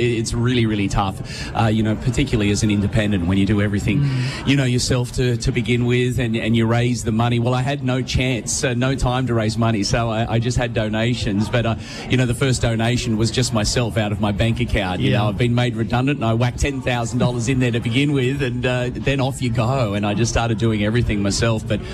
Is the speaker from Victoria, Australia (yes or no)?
no; Woodbury, New South Wales, Australia; being, you know, a young boy growing up in Woodbury, you know, it was really tough to continue with my religion.